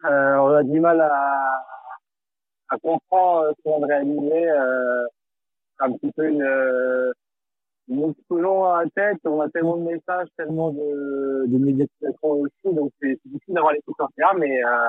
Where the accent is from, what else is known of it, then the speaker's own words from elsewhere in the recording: Betton, Brittany, France; also born or lived in Saint-Grégoire; Moi, je suis de Bétonnette de base